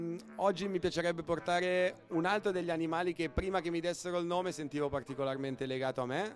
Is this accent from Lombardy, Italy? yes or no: yes; Lombardy, Italy; born there; io essendo nato nei boschi della provincia di Lecco